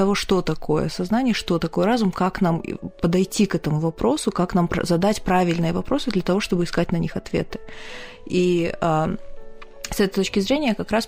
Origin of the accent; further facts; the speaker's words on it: Kazakhstan; то есть как любая хорошая казашка, я обращаюсь к синкретизму практически всегда.